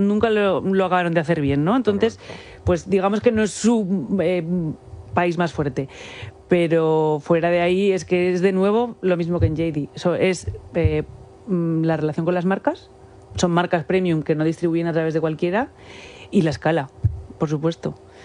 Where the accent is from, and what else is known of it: Zaragoza, Aragon, Spain